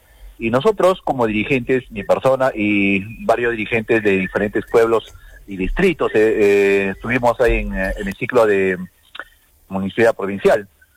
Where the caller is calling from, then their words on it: Arequipa, Peru; nosotros como arequipeños